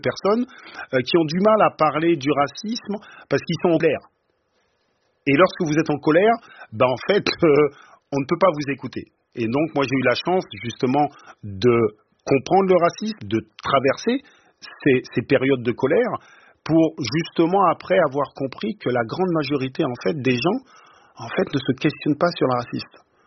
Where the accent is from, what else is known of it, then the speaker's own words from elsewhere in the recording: Guadeloupe; moved away; j'ai grandi en Guadeloupe.